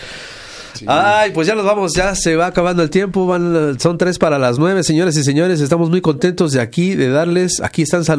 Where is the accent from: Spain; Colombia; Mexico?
Mexico; hablar español en mi país.